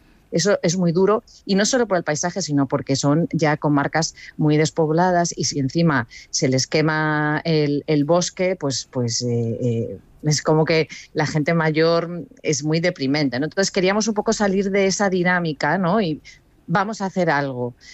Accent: Riego de la Vega, Castile and León, Spain; Soy del Riego, del Riego.

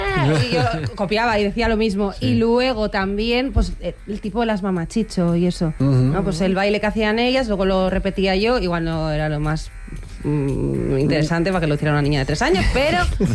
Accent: Galicia, Spain; Bueno, yo soy gallega, entonces seguramente sería el Xabarín Club, que es lo que teníamos en Galicia

